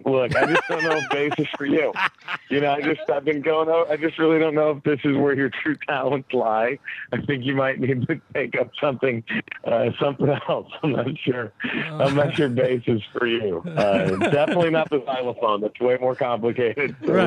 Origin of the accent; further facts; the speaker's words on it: Dallas, Texas, United States; now in Los Angeles, United States; Dallas, Texas is my hometown, but I live in LA now.